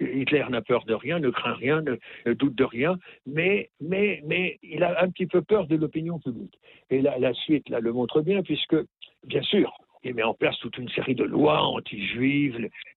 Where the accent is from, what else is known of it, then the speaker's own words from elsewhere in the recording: Normandy, France; C'est pas parce que je suis normand que je vous dis oui